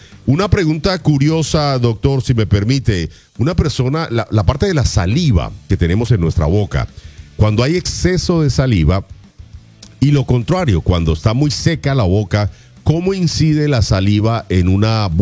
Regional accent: Colombia; now in Miami, United States; Yo recuerdo cuando era niño en Colombia

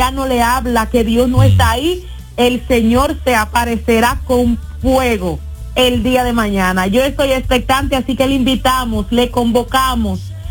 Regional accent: Dominican Republic; also born or lived in New York City, United States; now in Orlando, United States; Yo soy de la República Dominicana.

